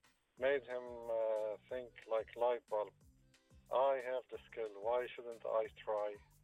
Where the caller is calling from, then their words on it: Riyadh, Riyadh Province, Saudi Arabia; calling from Riyadh.